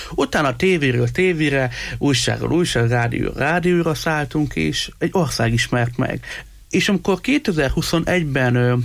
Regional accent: Miskolc, Borsod-Abaúj-Zemplén, Hungary; És én a Miskolci gyermekvárosban nőttem fel

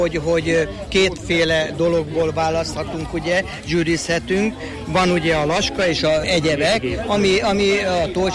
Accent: Salgótarján, Nógrád, Hungary; Salgótarjánból származom.

